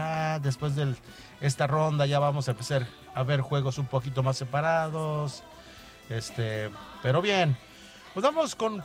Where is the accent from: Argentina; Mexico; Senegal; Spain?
Mexico; nosotros como mexicanos lo disfrutamos.